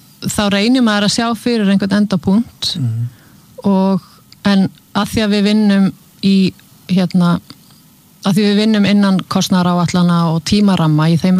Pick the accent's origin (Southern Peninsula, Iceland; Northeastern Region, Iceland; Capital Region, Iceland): Northeastern Region, Iceland; Húsavík; Já Ég er frá Húsavík fóreldra mínu frá Akureyri og Húsavík